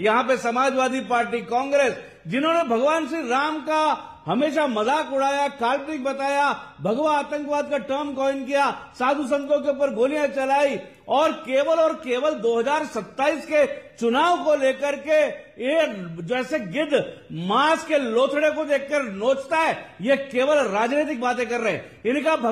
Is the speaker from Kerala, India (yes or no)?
yes; Kerala, India; मैं केरल का रहने वाला हूँ